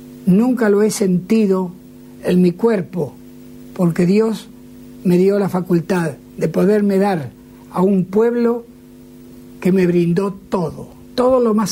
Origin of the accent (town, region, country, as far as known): Argentina